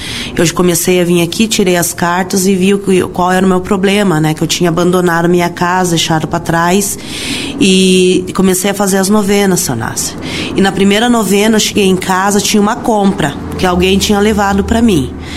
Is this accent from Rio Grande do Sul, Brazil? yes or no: no; Mandirituba, Paraná, Brazil; sou de Mandirituba.